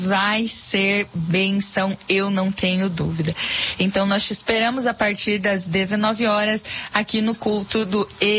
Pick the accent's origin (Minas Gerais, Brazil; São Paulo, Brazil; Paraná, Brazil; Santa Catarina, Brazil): Paraná, Brazil; Curitiba; Igual nós somos aqui de Curitiba, Paraná.